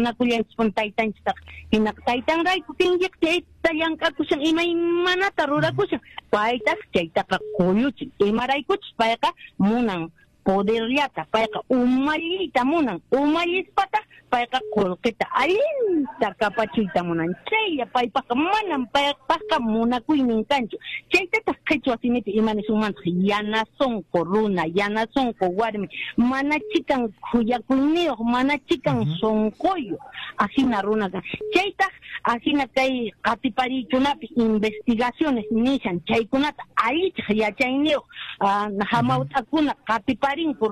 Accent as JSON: {"language": "Spanish", "region": "Puno", "country": "Peru", "said": "A ver, en quechua lo voy a explicar, señor Hernán, porque yo soy de Puno, entonces yo hablo perfectamente el quechua."}